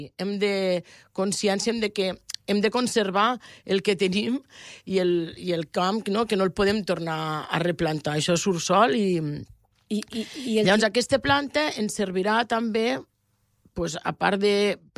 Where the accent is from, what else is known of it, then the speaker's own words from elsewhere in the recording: Algerri, Catalonia, Spain; Jo soc d'Algerri, les tinc allí molt a mà.